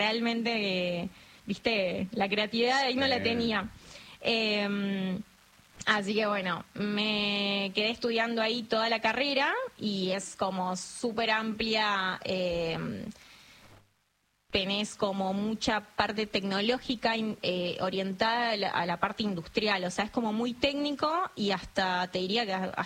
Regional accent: Misiones, Argentina; moved away as an adult; also born or lived in Mar del Plata; yo soy de Misiones, cuando termino el colegio me voy a vivir a Mar del Plata

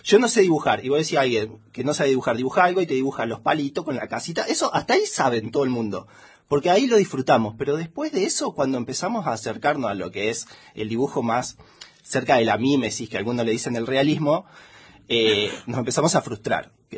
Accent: Santa Rosa, La Pampa, Argentina; born there; moved away; yo nací en La Pampa, en Santa Rosa.

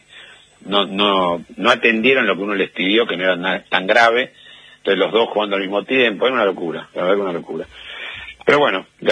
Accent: Argentina; una emoción no solamente para mí como padre, como entrenador, como argentino.

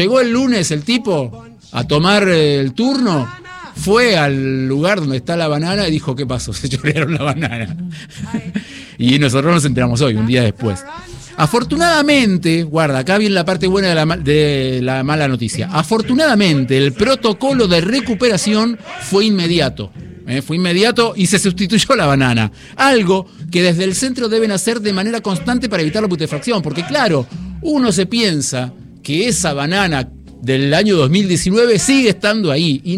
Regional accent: France; Spanish is a second language

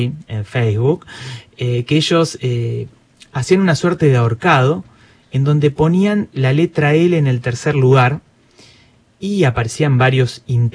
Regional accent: Argentina; lo vivimos diciendo los argentinos, las argentinas

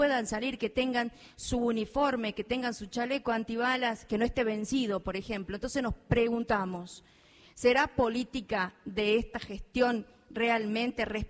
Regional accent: Argentina; todos somos testigos como argentinos

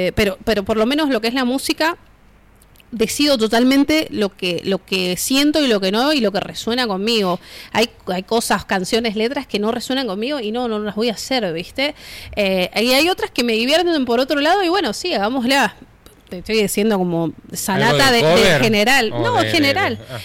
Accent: Río Gallegos, Santa Cruz, Argentina; Soy de acá.

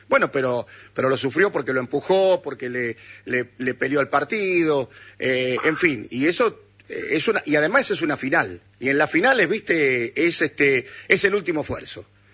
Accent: Argentina; puede superarse, como somos los argentinos, en rigor de verdad, que siempre estamos luchando y salimos adelante

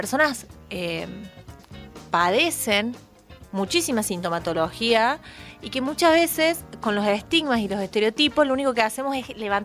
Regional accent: Bell Ville, Córdoba, Argentina; Es mi tierra.

